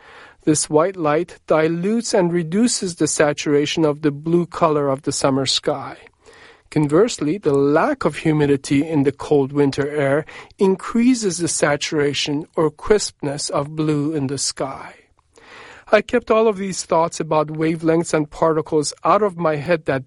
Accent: Iran; also born or lived in Boston; now in Houston, United States; I grew up in Iran, closer to the equator

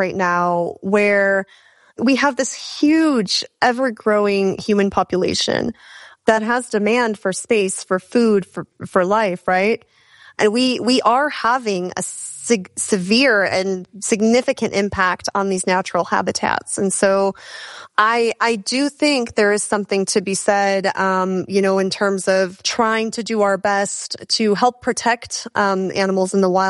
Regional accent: Chicago, Illinois, United States; I am a first-generation American, daughter of immigrants. And for me, growing up in Chicago

